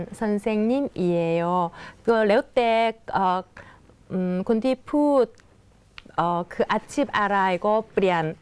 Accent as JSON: {"language": "Thai", "country": "South Korea", "second_language": "Thai", "moved": "yes", "said": "ดิฉันเป็นคนเกาหลีใช่ไหมคะแล้วก็มาจากเกาหลีฮังกุกเอโซวัตซอยฮังกุกเอโซจากเกาหลีวัตซอยมาแล้วก็มาจากเกาหลีค่ะ"}